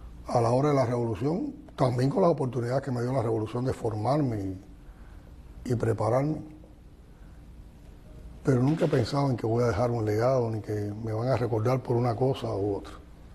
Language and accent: Spanish; Cuba; como un cubano más nacido en tiempos de revolución